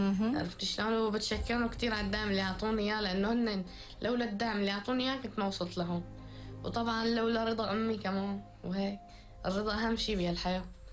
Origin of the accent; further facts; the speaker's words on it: Syria; بلدي سوريا.